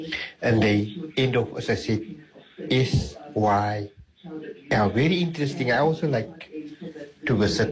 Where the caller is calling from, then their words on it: Western Cape, South Africa; I'm from Jos Plain.